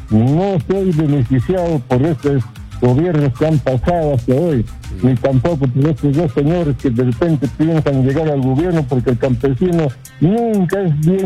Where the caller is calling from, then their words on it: Junín, Peru; de las Frías Pampas de Junín.